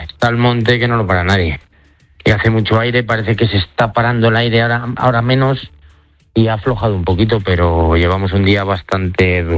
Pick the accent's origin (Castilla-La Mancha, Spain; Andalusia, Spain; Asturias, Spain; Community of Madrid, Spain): Castilla-La Mancha, Spain; La Nava de Jadraque; No es las Navas de Jadraque, yo soy de la Nava de Jadraque.